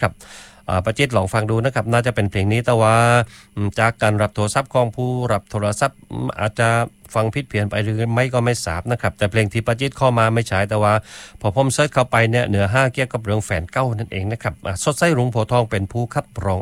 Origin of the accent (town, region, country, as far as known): Chumphon, Thailand